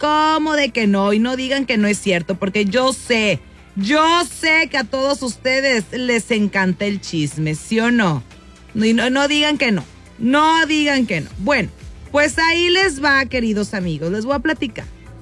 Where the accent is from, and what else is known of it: Mexico